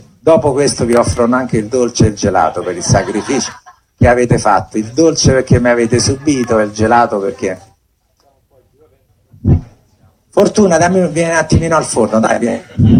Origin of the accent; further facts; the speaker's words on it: Naples, Campania, Italy; io non sono italiano, io sono napoletano, dico sempre